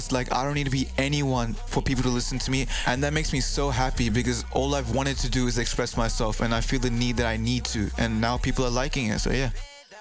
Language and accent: English; Melbourne, Victoria, Australia; Yo, this is … I'm from Melbourne, Victoria, and I go to Moore Park Secondary College.